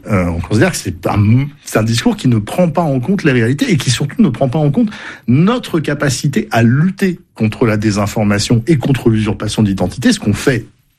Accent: Bordeaux, Nouvelle-Aquitaine, France; moi je suis bordelais, je trouve que c'est un très très bon journal

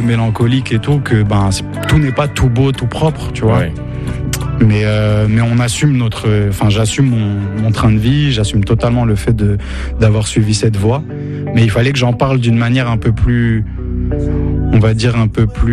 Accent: France; Et du coup, nous, on compose avec cette double culture, cette double identité. Et ça fait partie de moi, en fait. Donc, je me considère vraiment comme ça, un Français du bled. Même si je suis fier d'être Français aussi. Mais j'oublie pas mes racines, mes origines.

